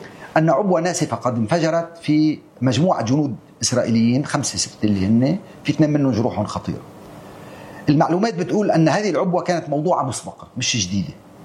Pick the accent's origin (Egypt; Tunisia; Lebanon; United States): Lebanon; نحن كلبنانيين